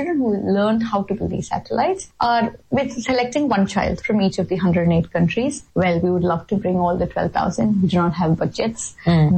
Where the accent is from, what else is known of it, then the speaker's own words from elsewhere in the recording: India; born there; I'm an Australian ambassador and head of global partnerships and being in India, you know, where I've born, my motherland.